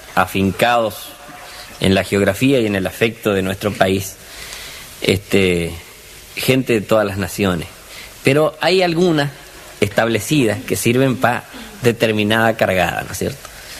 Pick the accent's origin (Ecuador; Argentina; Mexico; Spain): Argentina; Chaco; Y yo chaqueño decía, no, yo soy del Chaco, como he aclarado a veces en países vecinos.